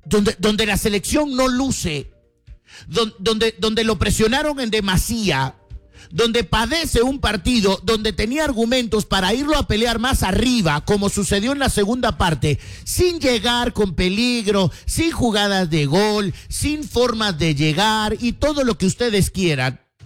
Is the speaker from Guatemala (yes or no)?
yes; Guatemala; Yo, como un guatemalteco